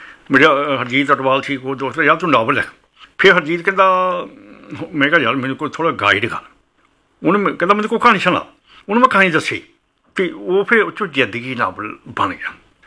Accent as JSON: {"language": "Punjabi", "region": "Punjab", "country": "India", "tie": "born or raised there", "also_born_or_lived": "Chandigarh", "moved": "as an adult", "lives_now": "Jalandhar, India", "said": "ਮੈਨੂੰ ਮੇਰੀ ਜਿਹੜੇ 35 ਸਾਲ ਪਹਿਲੇ ਬੀਤੇ ਪਿੰਡ 'ਚ"}